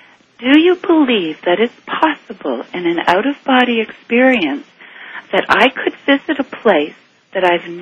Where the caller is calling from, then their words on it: Toronto, Ontario, Canada; I'm calling from Toronto. I'm listening on 640 Mojo.